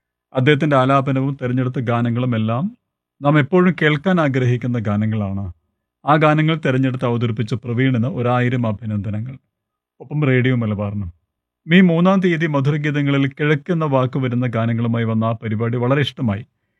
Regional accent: Panalad, Kerala, India; കണ്ണൂർ ജില്ലയിൽ പാണലാടാണ് എൻ്റെ വീട്.

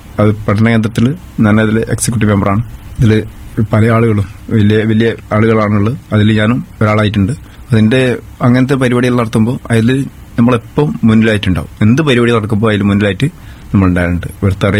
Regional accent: Malur, Kerala, India; വീട് മാലൂരാണ്, മാലൂർ കപ്പറ്റപ്പയിൽ.

